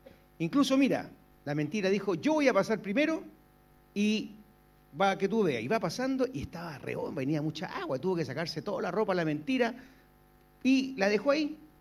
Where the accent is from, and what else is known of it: Chile